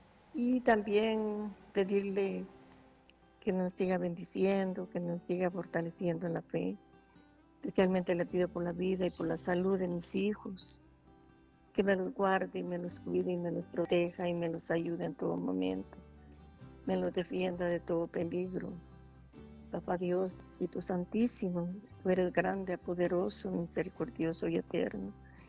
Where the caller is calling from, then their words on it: Guatemala; De un lugar de Guatemala.